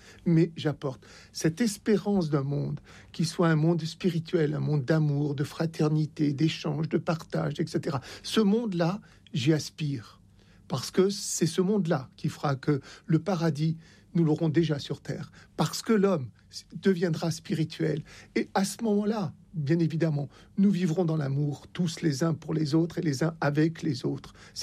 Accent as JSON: {"language": "French", "town": "Oran", "region": "Oran Province", "country": "Algeria", "tie": "born there", "said": "Je suis né à Oran."}